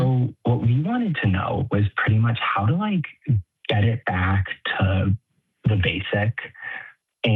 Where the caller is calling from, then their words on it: South Dartmouth, Massachusetts, United States; I am calling from South Dartmouth, Massachusetts.